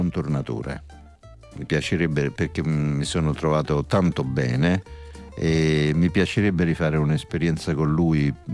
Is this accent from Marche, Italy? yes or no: no; Naples, Campania, Italy; Io qui sono napoletano